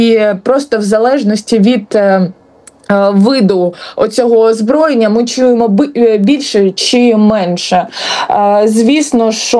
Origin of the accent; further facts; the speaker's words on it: Odesa, Odesa Oblast, Ukraine; Я з Одеси